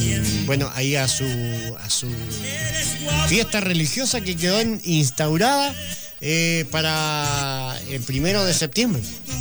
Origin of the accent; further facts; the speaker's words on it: Meulín Island, Los Lagos, Chile; en la isla de Meolina, ya en mi tierra natal